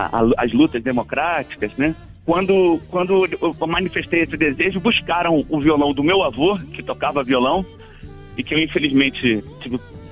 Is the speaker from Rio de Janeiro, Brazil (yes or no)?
yes; Rio de Janeiro, Brazil; moved away as an adult; now in Federal District, Brazil; eu cresci na Tijuca, né? No Rio de Janeiro, hoje sou radicado no Distrito Federal, mas cresci na Tijuca